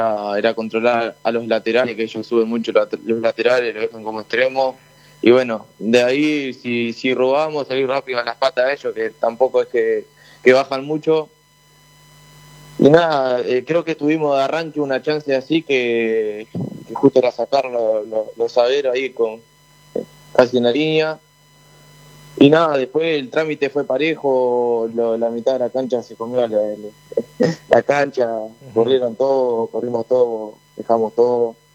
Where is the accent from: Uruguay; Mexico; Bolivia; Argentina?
Uruguay; Salto; moved away as an adult; now in Paraguay; Salto Uruguay, sí. Queda en el norte.